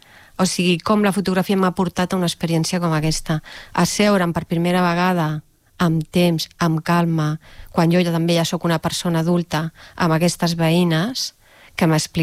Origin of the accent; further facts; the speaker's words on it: Catalonia, Spain; Jo he crescut i he nascut en el barri Bonavista, que en el seu moment es deia el Congo, que és un barri que va néixer l'any 62, on arriben les primeres famílies.